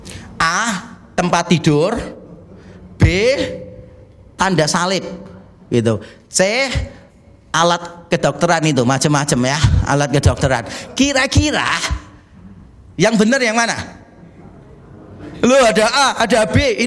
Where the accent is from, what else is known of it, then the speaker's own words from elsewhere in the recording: Semarang, Central Java, Indonesia; Nah, karena saya dari Semarang. Nah, itulah kita.